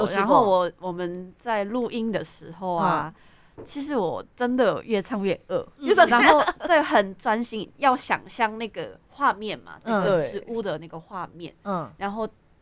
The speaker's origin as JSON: {"language": "Chinese", "country": "South Korea", "said": "我是韩国人"}